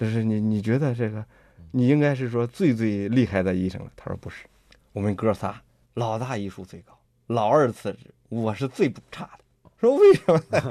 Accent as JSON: {"language": "Chinese", "town": "Xingtai", "region": "Hebei", "country": "China", "tie": "born or raised there", "said": "就是在我们老家那儿，就是在 邢台 那个内丘那儿有一个叫扁鹊祠。"}